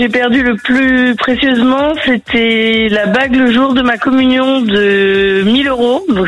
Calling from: Verdun, Grand Est, France; Je viens de Verdun.

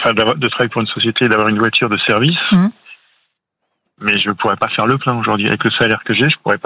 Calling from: Lannion, Brittany, France; J'habite en Bretagne, à Lannion.

